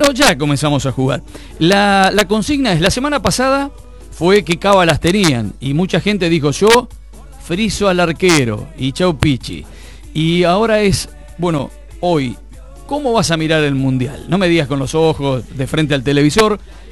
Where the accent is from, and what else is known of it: Argentina